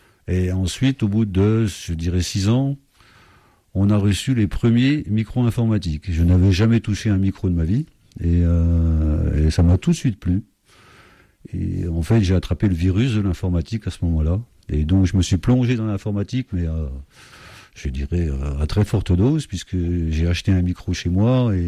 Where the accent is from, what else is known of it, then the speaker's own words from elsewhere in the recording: Switzerland; born there; moved away; Alors, je suis né en Suisse, Suisse-Allemande, côté d'Ellemont. Et donc, j'ai une double nationalité, française et suisse.